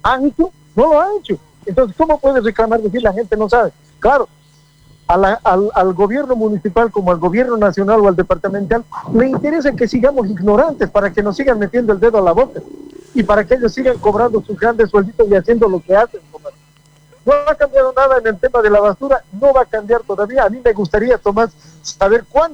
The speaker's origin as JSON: {"language": "Spanish", "country": "Bolivia", "said": "además soy boliviano"}